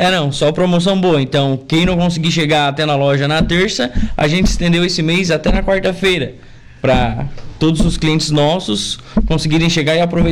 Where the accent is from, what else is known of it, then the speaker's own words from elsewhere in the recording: Sombrio, Santa Catarina, Brazil; Eu sou do Sombrio.